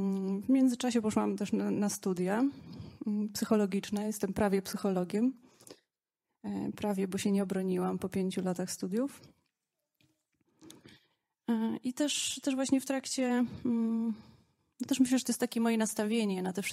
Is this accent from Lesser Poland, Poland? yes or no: no; Warsaw, Masovian Voivodeship, Poland; moved away as an adult; wyjeżdżam za moim partnerem z Warszawy, skąd pochodzę i gdzie mieszkaliśmy.